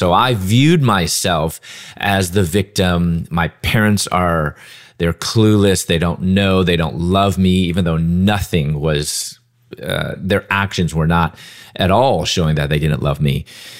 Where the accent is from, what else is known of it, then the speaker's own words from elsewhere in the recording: Chicago, Illinois, United States; moved away as an adult; also born or lived in Louisville / Atlanta; I'm originally from Chicago